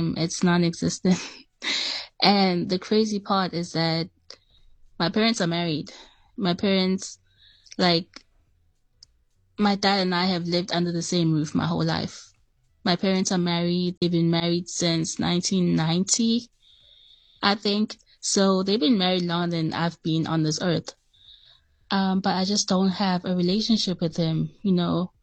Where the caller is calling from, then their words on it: Durban, KwaZulu-Natal, South Africa; but I'm from Durban, though.